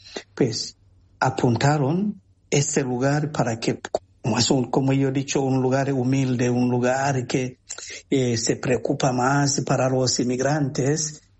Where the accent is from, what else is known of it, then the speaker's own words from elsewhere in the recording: Tanzania; Spanish is a second language; Y llevaba párroco como 13 años en una parroquia allá en mi tierra. Pues era también la parroquia en la ciudad más importante, la ciudad muy comerciante en Tanzania.